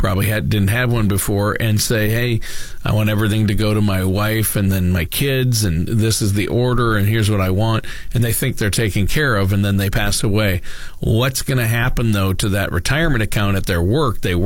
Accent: Minnesota, United States; I'm from Minnesota, so I'm a Vikings fan.

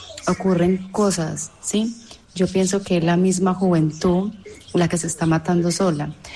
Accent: Cartago, Valle del Cauca, Colombia; yo me siento muy orgullosa de ser cartagüeña, nacida y criada aquí en Cartago.

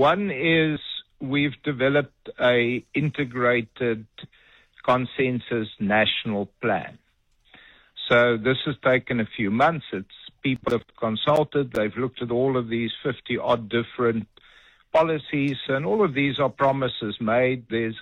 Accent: Gauteng, South Africa; I come from Gauteng

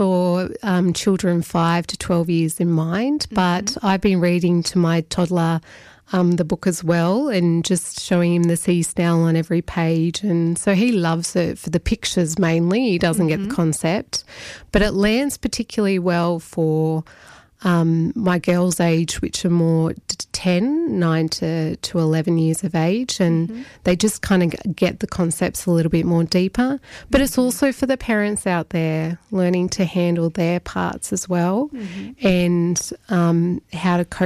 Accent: Canberra, Australian Capital Territory, Australia; moved away as an adult; now in Yass, Australia; our family are from there and just wanting something a bit different. I grew up in Canberra

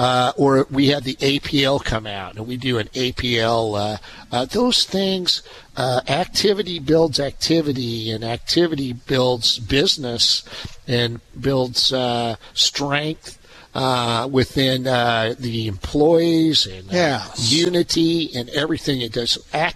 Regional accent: Clinton, Illinois, United States; now in Springfield, United States; I'm from Clinton, Illinois.

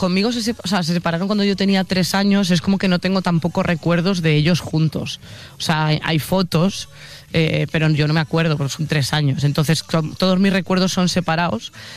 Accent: Oleiros, Galicia, Spain; las fiestas de Santa Cruz, que es de mi pueblo

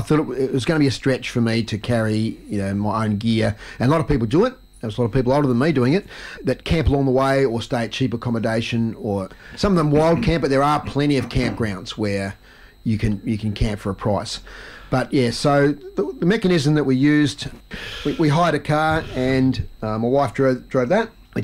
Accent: Launceston, Tasmania, Australia; So now I often mention that my hometown, even though I live a bit north of it, is... And they would call it Launceston. We call it Launceston.

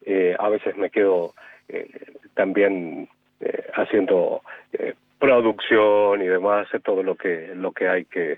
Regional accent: San Juan, Argentina; Hola, ¿qué tal? … de San Juan.

